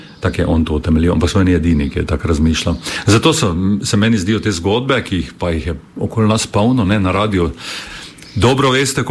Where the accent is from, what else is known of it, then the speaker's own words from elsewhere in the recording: Styria, Slovenia; to našo štajarsko, bi rekel, pripadnost